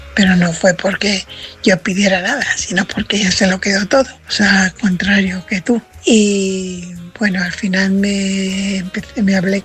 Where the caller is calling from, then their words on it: Fuenlabrada, Community of Madrid, Spain; corresponsal de Fuenlabrada.